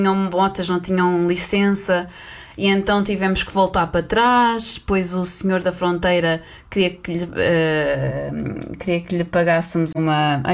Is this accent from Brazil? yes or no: no; Portugal; como portugueses que éramos e também com uma francesa